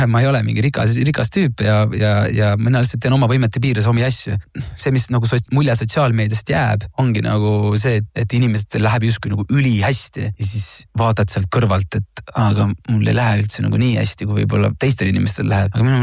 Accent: Hiiu County, Estonia; ma olen Hiiumalt ise pärit

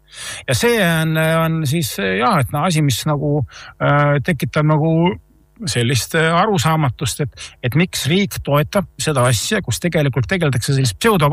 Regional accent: Naviküla, Võru County, Estonia; mina olen Naviküla inimene Võrumaalt. Ja Naviküla ja meie kant on väga suur selline köögivilja, kas on see kant.

